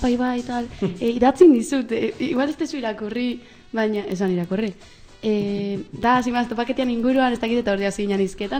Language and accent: Basque; Mutriku, Basque Country, Spain